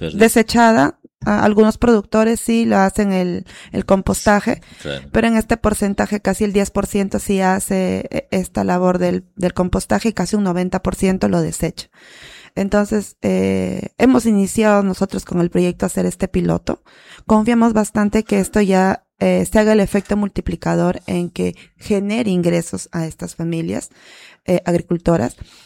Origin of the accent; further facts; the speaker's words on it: Cachillaco, San Martín, Peru; Nosotros venimos de la comunidad de Cachillaco, que está en el distrito de Pólvora, en la provincia de Tocache.